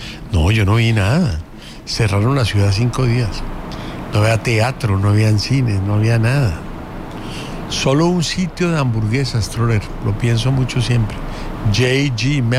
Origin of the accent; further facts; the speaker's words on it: Colombia; yo soy colombiano